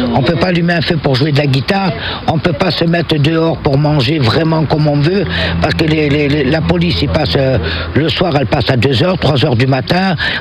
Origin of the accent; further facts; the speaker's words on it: Manosque, Provence-Alpes-Côte d'Azur, France; born there; nous, les gens du voyage. Et pourtant, on est français. Moi, je suis né à Manosque, j'ai 67 ans.